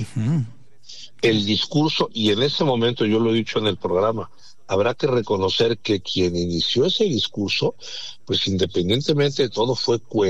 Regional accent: Mexico; como mexicano, como un ciudadano más que tiene la representación de mi país

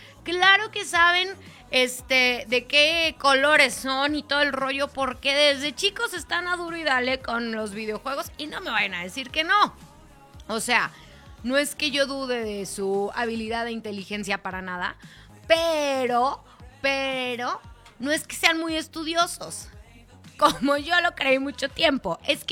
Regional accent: Mexico; nos ha unido mucho como mexicanos

